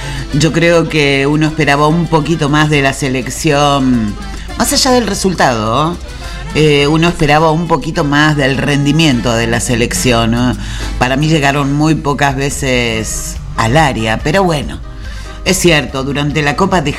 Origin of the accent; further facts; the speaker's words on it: Argentina; muchos argentinos lo van a ir a recibir como corresponde. Claro que sí, como argentino que somos.